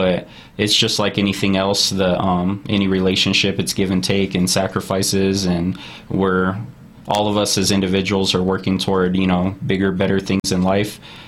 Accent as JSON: {"language": "English", "town": "Las Cruces", "region": "New Mexico", "country": "United States", "tie": "born or raised there", "moved": "as an adult", "lives_now": "Farmington, United States", "said": "You know, I am from Dona Ana County, which is the Las Cruces area, pretty much born and raised there. And, you know, moving from there to here, the outdoor activities here is just great."}